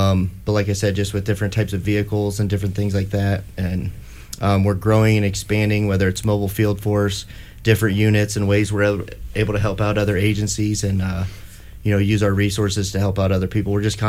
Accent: Lima, Ohio, United States; I grew up in Lima.

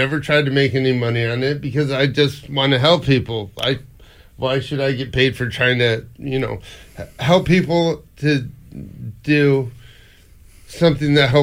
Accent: Bowling Green, United States; I was born in Bowling Green

